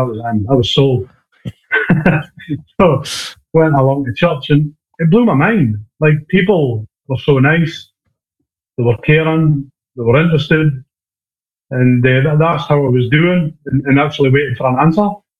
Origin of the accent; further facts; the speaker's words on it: Fraserburgh, Scotland, United Kingdom; I walked the streets of my hometown of Fraserburgh.